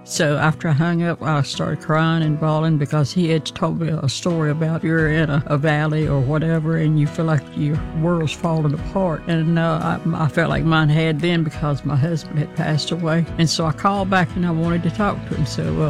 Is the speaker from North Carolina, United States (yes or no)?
yes; Randleman, North Carolina, United States; I'm from Randleman, North Carolina, and this is my story.